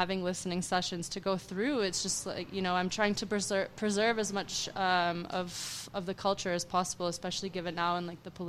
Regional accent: Ukraine; accent: Canadian; by my accent, you can't really tell that I'm Ukrainian because I still have this North American, Canadian. I don't know. Everyone always thinks I'm American, but yeah, I have this Canadian accent.

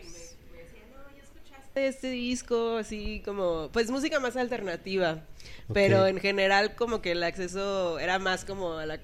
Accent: Villahermosa, Tabasco, Mexico; yo soy de Tabasco, crecí en Villahermosa

